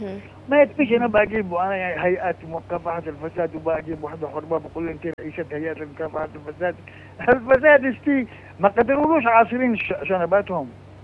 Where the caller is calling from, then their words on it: Aden, Yemen; عندنا في عدن.